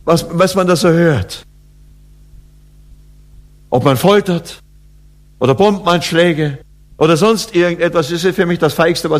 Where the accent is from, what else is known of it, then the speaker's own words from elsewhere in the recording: Oberammergau, Bavaria, Germany; Ich weiß, ich bin auf dem Dorf aufgewachsen in Oberammergau.